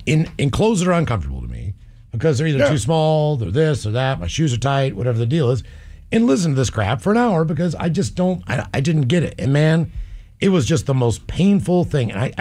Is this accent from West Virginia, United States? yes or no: yes; Morgantown, West Virginia, United States; growing up where I grew up in Morgantown, I was a Pittsburgh Steelers fan.